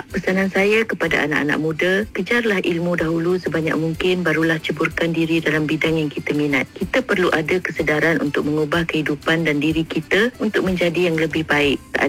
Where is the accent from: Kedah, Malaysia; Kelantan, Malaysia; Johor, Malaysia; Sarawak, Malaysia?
Kelantan, Malaysia; seorang usahawan dalam bidang jahitan. Saya berasal dari Kampung Lambuk RPS Kuala Betis, dari suku kaum Semai yang menetap di Kelantan.